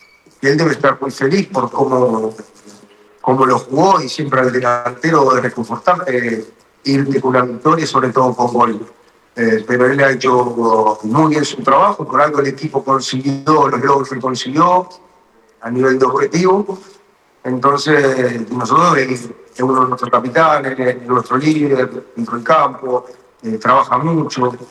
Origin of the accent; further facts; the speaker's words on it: Uruguay; como entrenador y como uruguayo